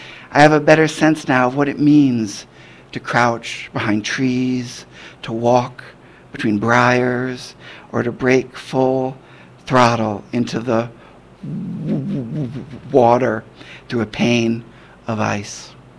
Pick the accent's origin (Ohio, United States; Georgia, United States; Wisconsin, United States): Ohio, United States; Cleveland; Cleveland, my hometown. Chadbourne, the street I grew up on.